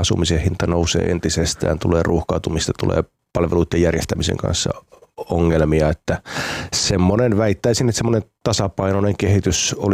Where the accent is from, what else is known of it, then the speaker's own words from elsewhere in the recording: Tuusula, Uusimaa, Finland; No siellä oli aika paljon tuolla seudulla tuolloin ja jossain määrin kyllä tänäkin päivänä niin niillä kulmilla nuorehkoa väestöä, nuoria pareja, paljon lapsiperheitä, että siinä meidänkin kotikadun kulmilla niin oli paljon sitten lapsia ja leikkikavereita.